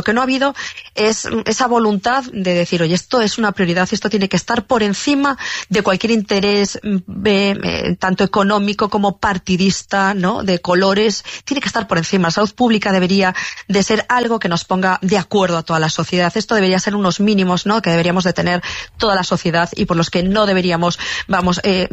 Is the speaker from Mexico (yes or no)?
no; Galicia, Spain; pues yo más que soy gallega, pues es el pesimismo propio de los gallegos, ¿no?